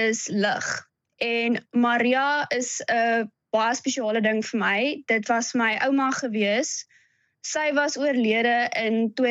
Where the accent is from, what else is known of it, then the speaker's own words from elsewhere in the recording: Middelburg, Eastern Cape, South Africa; also born or lived in Kimberley / Bloemfontein; now in Framesby, South Africa; Ag, ek was gebore in Kimberley. Toe bly ek vir baie lank in Middelburg Ooskaap. Toe was ek in hoërskool gewees in Sentraal Bloemfontein.